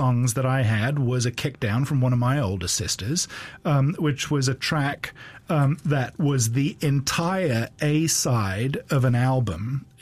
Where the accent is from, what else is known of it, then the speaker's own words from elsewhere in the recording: England, United Kingdom; I'm English